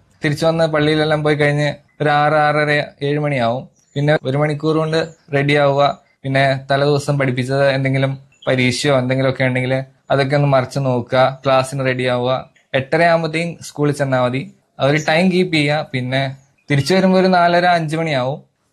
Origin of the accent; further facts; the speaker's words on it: Kerala, India; born there; ഞാൻ 8-ാം ക്ലാസ് വരെ Kottoor little flower സ്കൂളിലാണ് പഠിച്ചത്.